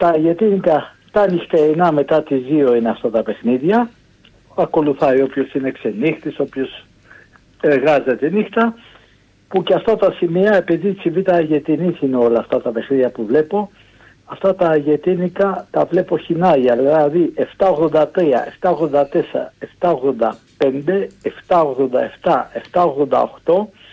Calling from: Chaidari, Attica, Greece; από το Χαϊδάρι.

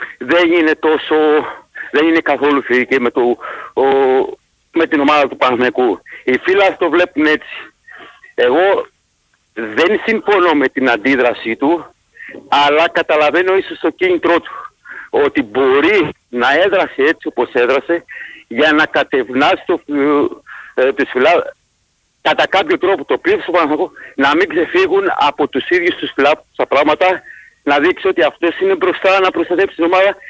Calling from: Stuttgart, Baden-Württemberg, Germany; από Στουγκάρδη.

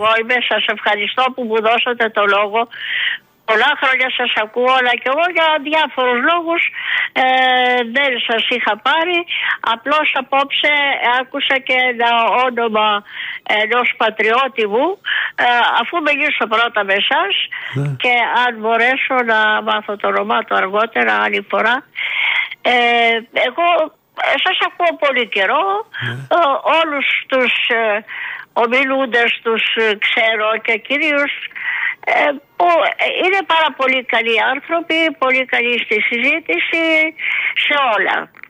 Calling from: Kopanaki, Peloponnese, Greece; και εγώ είμαι από το Κοπανάκι.

